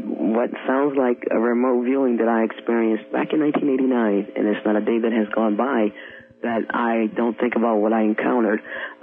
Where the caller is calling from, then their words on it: New York, United States; calling from Western New York.